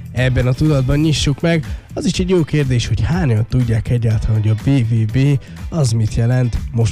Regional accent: Paks, Tolna, Hungary; ami nekünk paksiként nagyon is aktuális lehet, hiszen nálunk is van egy atomerőmű.

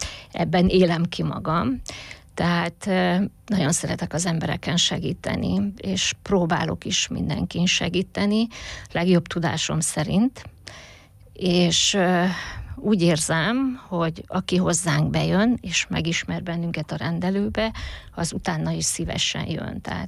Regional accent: Biritó, Tolna, Hungary; born or raised there

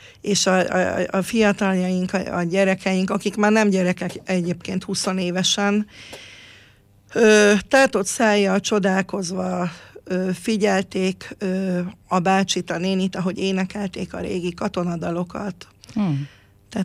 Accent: Transylvania, Romania; Most éppen azért mondtam a cifraszobát, mert Erdélyből jöttünk, Felszegről és a cifrakalota szegről.

